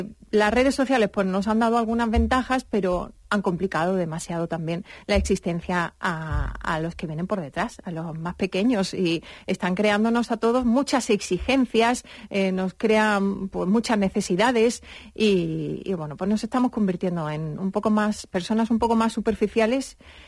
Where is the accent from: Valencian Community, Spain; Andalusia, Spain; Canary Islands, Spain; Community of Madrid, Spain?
Andalusia, Spain; Úbeda; como yo soy de Úbeda, son los 8 kilómetros que lo separan.